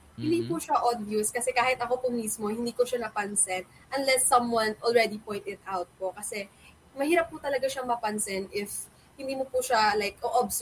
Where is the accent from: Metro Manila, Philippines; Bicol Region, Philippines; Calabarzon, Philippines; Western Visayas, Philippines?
Calabarzon, Philippines; Santa Rosa; sa amin sa Santa Rosa